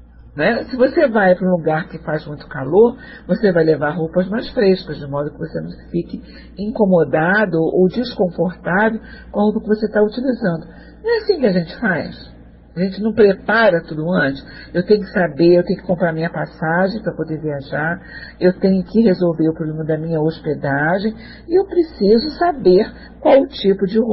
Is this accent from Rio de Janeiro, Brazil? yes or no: yes; Rio de Janeiro, Brazil; sou carioca